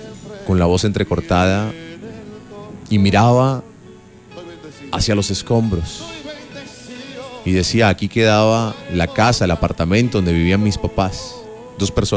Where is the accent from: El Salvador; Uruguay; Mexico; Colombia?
Colombia